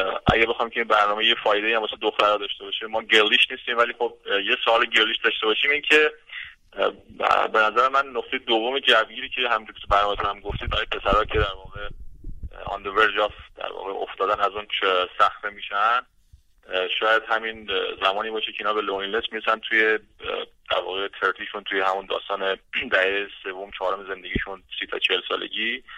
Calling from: Iran; آبر سلام، … از ایران زنگ میزنم.

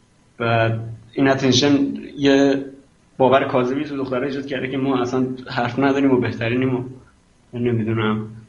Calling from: Karaj, Alborz, Iran; ما از کرج هستیم

